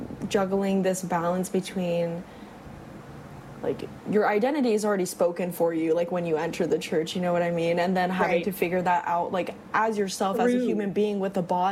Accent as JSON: {"language": "English", "area": "Orange County", "region": "California", "country": "United States", "said": "I'm from Orange County"}